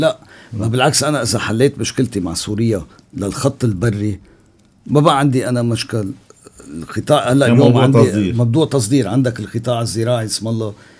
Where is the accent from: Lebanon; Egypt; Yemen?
Lebanon; نحن من سنين القديمة عم نشتغل وعنا أرضية بالخليج كلبنانية